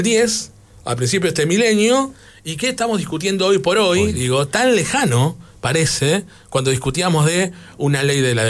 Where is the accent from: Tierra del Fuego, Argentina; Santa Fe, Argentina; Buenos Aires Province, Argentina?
Santa Fe, Argentina; Granadero Baigorria; Yo vengo de Baigorria, ustedes saben que yo soy más baigorriense que los bizcochitos 9 de oro.